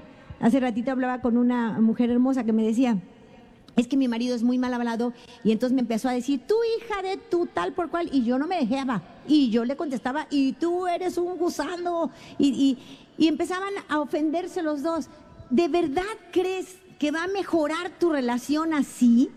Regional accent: Mexico; Así se usa en mi país.

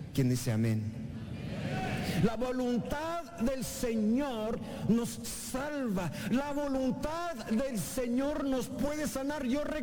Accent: Mexico; moved away as an adult; also born or lived in New York; Porque nosotros somos mexicanos y así somos, ¿verdad?

